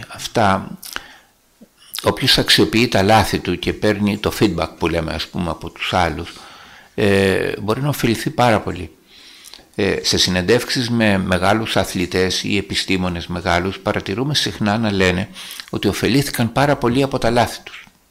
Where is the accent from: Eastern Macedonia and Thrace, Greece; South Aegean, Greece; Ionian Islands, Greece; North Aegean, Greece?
Ionian Islands, Greece; Αλλά είμαι από μέρος που μιλάνε πολύ. Εγώ είμαι από τα Εφτάνησα και άμα μας αφήσετε ελεύθερους, μιλάμε πάρα πολύ εμείς.